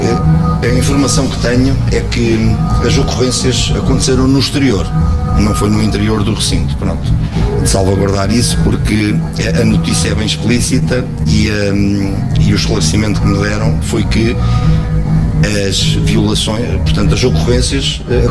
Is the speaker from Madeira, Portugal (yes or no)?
no; Coimbra, Portugal; sou aqui de Coimbra